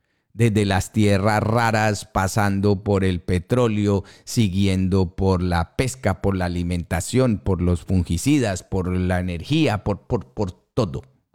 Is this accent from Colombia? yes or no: yes; Colombia; como colombiano me refiero